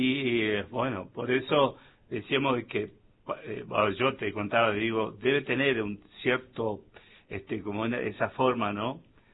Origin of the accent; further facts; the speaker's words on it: Argentina; la herencia de valores de pasión y de genialidad, la que nos define a los argentinos.